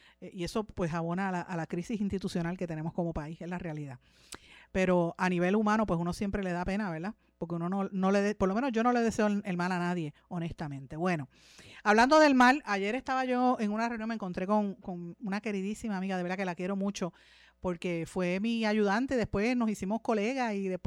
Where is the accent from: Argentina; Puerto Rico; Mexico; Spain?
Puerto Rico; Guaynabo; el exalcalde de mi pueblo de Guaynabo, que me da una pena decirlo porque lo conozco desde niño, porque soy guaynabeña, o sea, yo este es mi pueblo